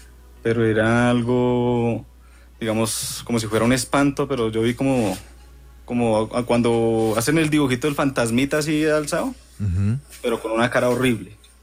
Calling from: Bogotá, Bogotá D.C., Colombia; De Bogotá.

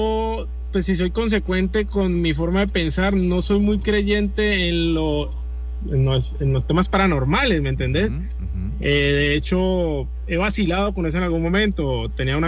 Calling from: Cali, Valle del Cauca, Colombia

